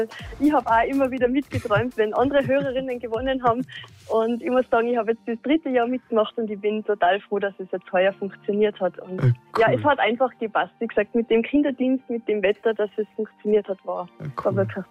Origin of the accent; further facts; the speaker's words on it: Wehr, Baden-Württemberg, Germany; Aus Wehr.